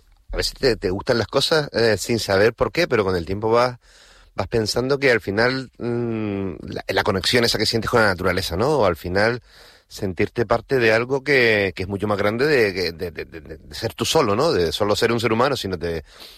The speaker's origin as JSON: {"language": "Spanish", "town": "Teror", "region": "Canary Islands", "country": "Spain", "tie": "born or raised there", "moved": "as an adult", "lives_now": "La Palma, Spain", "said": "yo ahora estoy en La Palma, pero yo soy de Teror, de Gran Canaria, ¿no? Y tuve la suerte de nacer ahí al lado de la finca de Osorio"}